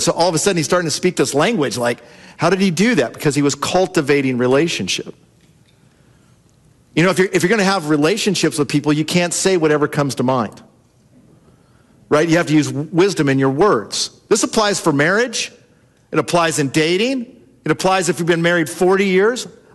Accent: California, United States; Jared and I grew up in Southern California. She had a small pool in her backyard. I had a small pool in my backyard.

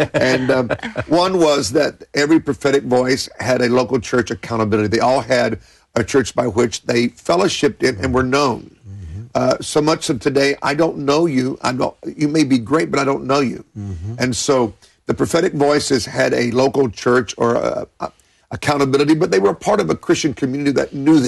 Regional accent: Tulsa, Oklahoma, United States; I grew up in Tulsa.

